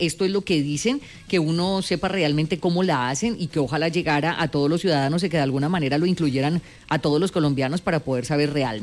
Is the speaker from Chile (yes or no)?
no; Colombia; que uno como ciudadano y como colombiano tiene todo el derecho de hacerlo